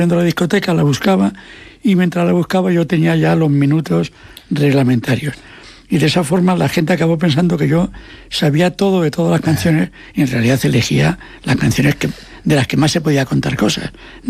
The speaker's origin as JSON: {"language": "Spanish", "region": "Asturias", "country": "Spain", "said": "Como yo soy asturiano, digo, ¿de dónde?"}